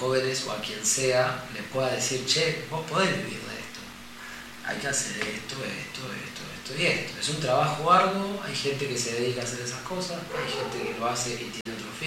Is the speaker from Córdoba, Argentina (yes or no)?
yes; Córdoba, Argentina; como yo soy de Pinelavero, de un pueblo chico de Córdoba también